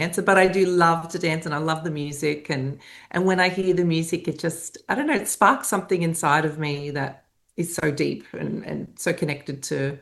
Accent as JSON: {"language": "English", "country": "Australia", "tie": "born or raised there", "said": "growing up in Australia, of from the Greek diaspora and the Asia Minor diaspora"}